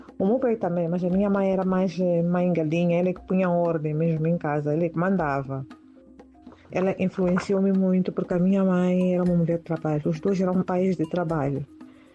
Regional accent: Maputo, Mozambique; moved away as an adult; now in Portugal; moçambicana residente em Portugal há 18 anos. Eu nasci no bairro do aeroporto, mas no Estalamate. Nasci lá e quando tinha 5 anos saímos

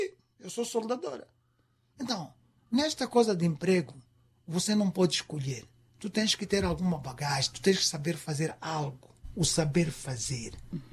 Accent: Mozambique; Na minha terra, eu vou falar Macua, porque não podia estar nesta entrevista sem dar um princípio de Macua.

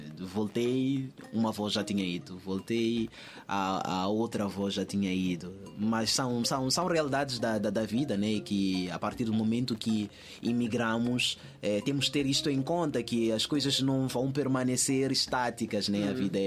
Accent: Mozambique; Mas tento sempre vincar ali a minha identidade. Eu sou moçambicano, eu falo assim, sempre cresci assim.

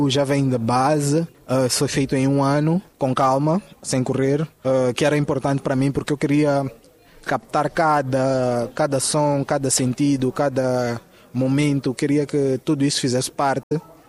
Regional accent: Mozambique; para que as outras pessoas possam sentir e se identificam com aquilo que nós estamos a fazer como moçambicanos.

